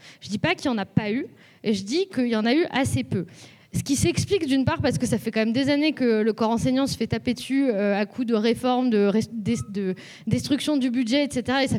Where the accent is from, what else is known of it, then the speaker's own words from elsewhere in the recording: Lyon, Auvergne-Rhône-Alpes, France; moi, à la base, je viens de Lyon.